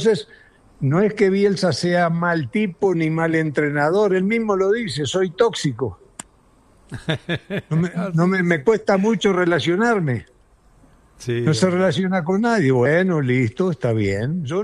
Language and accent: Spanish; Uruguay; Los uruguayos no somos como los chilenos, ni somos como los argentinos siquiera, que estamos ahí enfrente.